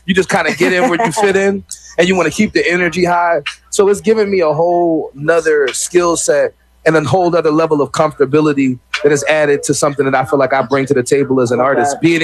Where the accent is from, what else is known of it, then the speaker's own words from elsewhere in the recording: Philadelphia, Pennsylvania, United States; because I'm an artist from Philly